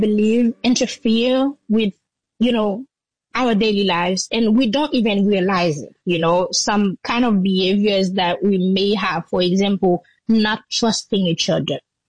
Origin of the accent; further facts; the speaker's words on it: Jacmel, Sud-Est, Haiti; English is a second language; And the road leading to my, to Jacmel, my hometown, was closed through Maltisa, which is like, you know, a very big region in Port-au-Prince.